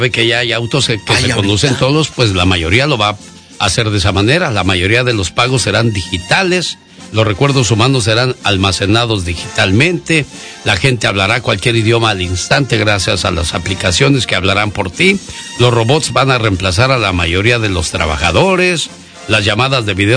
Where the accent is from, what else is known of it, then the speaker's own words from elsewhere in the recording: Corral Falso, Guerrero, Mexico; pueblo, en su rancho, al menos en Corral Falso, Guerrero, yo creo que van a pasar otros 40 o 50. Hablo por mi pueblo, porque yo voy y veo las cosas.